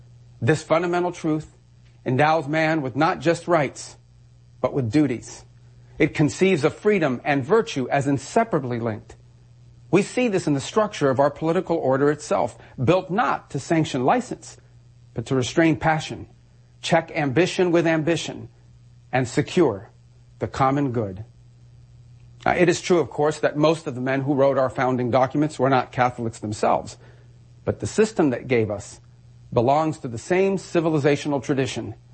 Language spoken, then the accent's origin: English; Florida, United States; the coastal sands of my home state of Florida